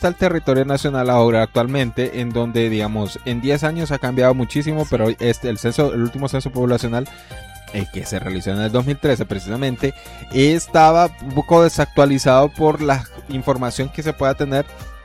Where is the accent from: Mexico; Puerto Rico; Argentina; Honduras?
Honduras